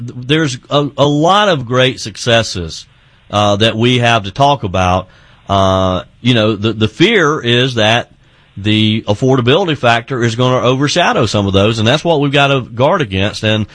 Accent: South Carolina, United States; Janice is in my home state of South Carolina.

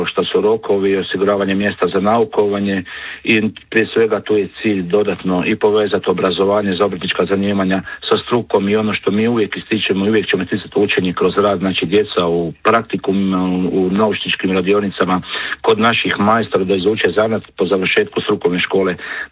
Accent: Croatia

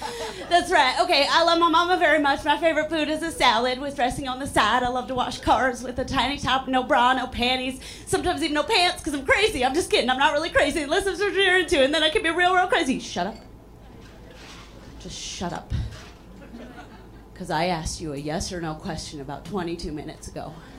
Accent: Chicago, Illinois, United States; So, like the host said, I'm from Chicago.

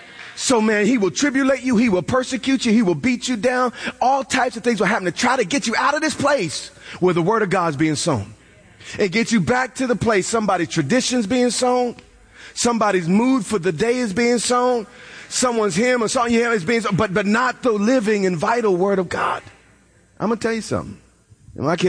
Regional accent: New York, United States; I'm not that Southern. I just like saying root. But I want to say it again. And they had no root. I'm from New York.

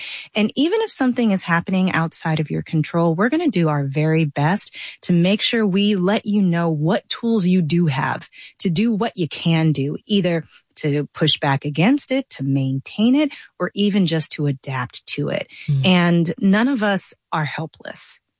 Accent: St. Louis, Missouri, United States; I grew up in St. Louis, Missouri, where we had extreme. Where we had extreme racial, economic, and class divides that were visible all the time.

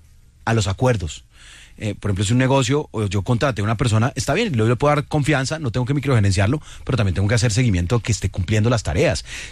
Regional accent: Colombia; nuestra identidad común como colombianos

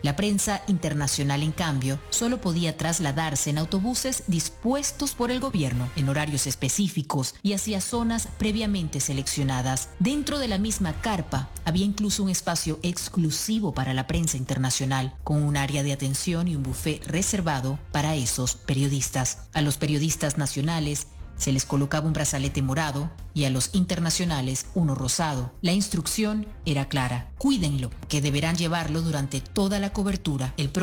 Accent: Tanaguarena, La Guaira, Venezuela; also born or lived in Los Corales; La Guaira donde nací, La Guaira que conocí, La Guaira que me formó. Yo soy de Tanaguarena, una zona frente al mar, entre edificios, montaña y costa

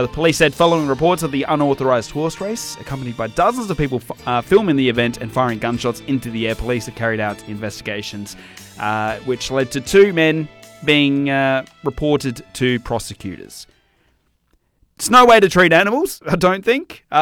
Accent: Australia; I'm an Australian.

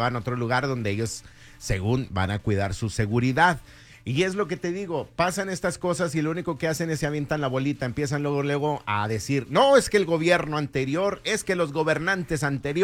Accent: Mexico; A nosotros nos emboban por el lado del fútbol porque saben que como mexicanos el fútbol siempre vamos a responder.

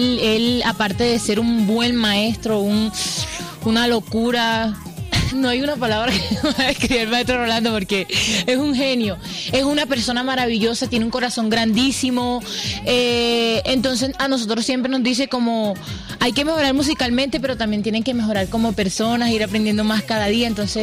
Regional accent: San Cristóbal, Bolívar, Colombia; yo soy de San Cristóbal Bolívar, uh-huh. Es un municipio que queda a las orillas del Canal del Dique, cerca de Cartagena.

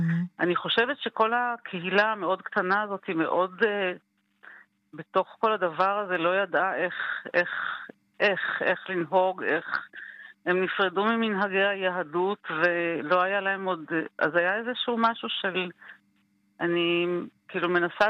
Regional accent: Hulata, Northern District, Israel; עכשיו אני במקור מקיבוץ, קיבוץ חולתה, בת להורים יקים.

